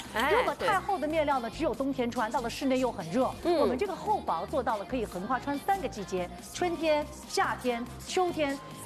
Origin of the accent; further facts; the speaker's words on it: China; 作为我们中国人，如果选择民族风的衣服，走出国门，然后到了国外，让别人看到我们中国的美，对吧？